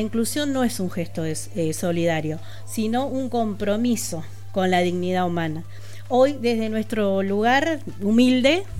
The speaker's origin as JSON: {"language": "Spanish", "country": "Argentina", "said": "somos argentinos que aman a su país"}